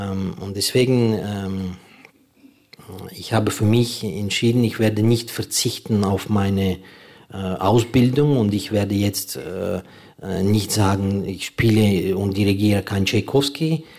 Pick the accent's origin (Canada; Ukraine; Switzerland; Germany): Ukraine; German is a second language